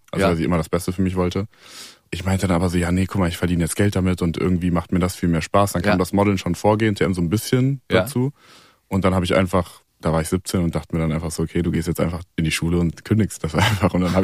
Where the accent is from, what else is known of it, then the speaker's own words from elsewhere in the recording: Melsungen, Hesse, Germany; In Kassel, also Nähe Kassel, Melsung heißt das.